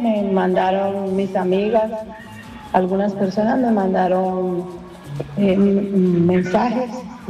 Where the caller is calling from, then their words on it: Piedecuesta, Santander, Colombia; de Pier. Vivo en Piedecuesta, Santander.